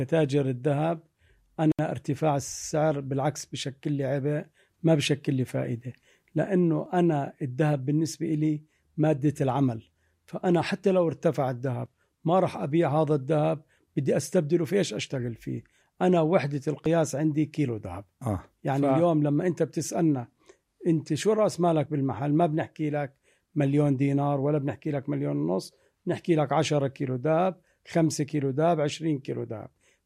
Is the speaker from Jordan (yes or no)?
yes; Jordan; كلمة أنه أنا ما بشتري مش موجودة عندنا بالأردن